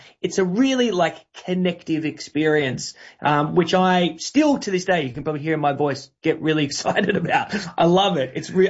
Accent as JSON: {"language": "English", "country": "Australia", "moved": "yes", "lives_now": "London, United Kingdom", "said": "you can hear from my voice that I am Australian. Hopefully you pick that up. My business partner is from London, and I personally have been based in London now for nearly 15 years."}